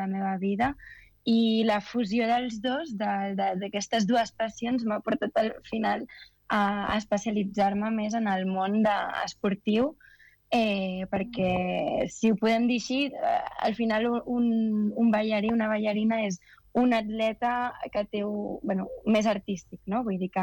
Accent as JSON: {"language": "Catalan", "town": "Mataró", "region": "Catalonia", "country": "Spain", "tie": "born or raised there", "moved": "as an adult", "lives_now": "Geneva, Switzerland", "said": "és la ciutat que t'ha vist créixer"}